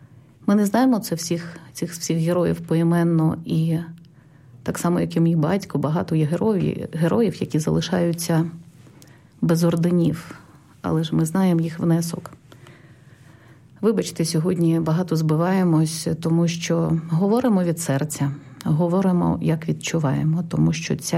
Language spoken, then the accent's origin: Ukrainian; Pripyat, Kyiv Oblast, Ukraine; поїхати в моє рідне місто Прип'ять.